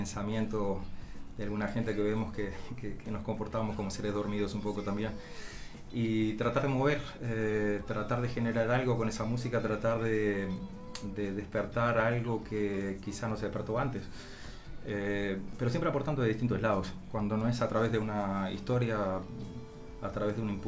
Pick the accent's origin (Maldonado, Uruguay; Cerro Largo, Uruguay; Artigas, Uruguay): Artigas, Uruguay; born there; now in San Jacinto, Uruguay; Nacido en Artigas.